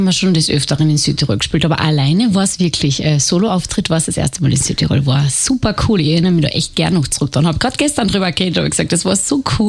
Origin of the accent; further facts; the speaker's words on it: Carinthia, Austria; ich bin Kärntnerin, also 100% natürlich